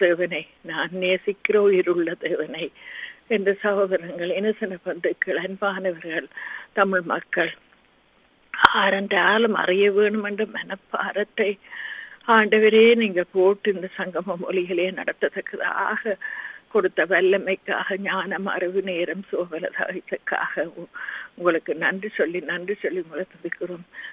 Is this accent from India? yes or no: no; Sri Lanka; born there; moved away; நாங்க பிறந்து வளர்ந்த தேசத்துக்காக